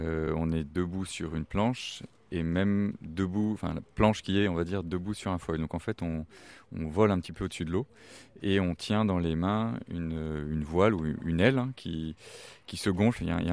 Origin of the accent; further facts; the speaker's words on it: Larmor-Plage, Brittany, France; je suis l'Armorien, enfin, j'ai grandi à l'Armor Plage, j'habite aussi aujourd'hui à l'Armor Plage, j'ai 41 ans